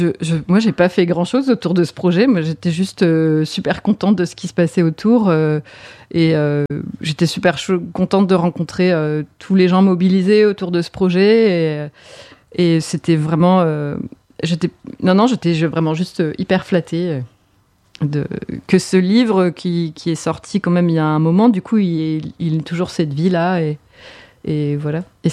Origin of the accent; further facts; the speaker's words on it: Grand Est, France; also born or lived in Strasbourg / Marseille; now in Ardèche, France; je viens des Vosges